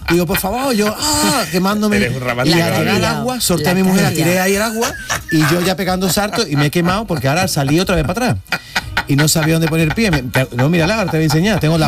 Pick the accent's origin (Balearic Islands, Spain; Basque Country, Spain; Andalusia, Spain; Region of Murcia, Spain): Andalusia, Spain; Málaga; y mira que llevo Málaga en el corazón y soy malagueño, igual que sevillano.